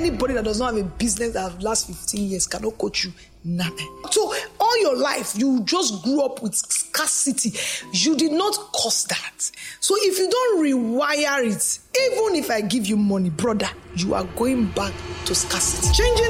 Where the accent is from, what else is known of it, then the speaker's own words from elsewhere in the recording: Ekpoma, Edo, Nigeria; moved away as an adult; also born or lived in Lagos; now in Dubai, United Arab Emirates; So that's Edo State. Precisely, I'm from Epoma, where you have the Ambrose Ali University. I schooled in the Ambrose Ali University, then I came to Lagos to do my NYC. So that's where I'm from, biologically.